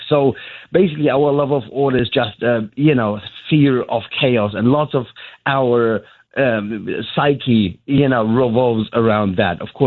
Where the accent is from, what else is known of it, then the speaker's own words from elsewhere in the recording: Germany; also born or lived in Spain; Well, I'm from Germany, despite … which just happens when I lived in Spain for 7 years.